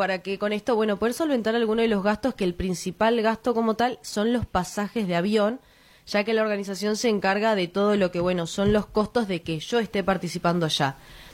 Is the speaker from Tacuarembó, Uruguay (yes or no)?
yes; Tacuarembó, Uruguay; Siendo uruguayo